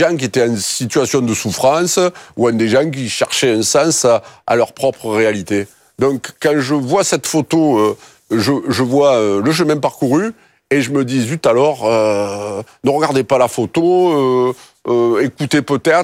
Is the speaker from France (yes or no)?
yes; Marseille, Provence-Alpes-Côte d'Azur, France; accent: Marseille accent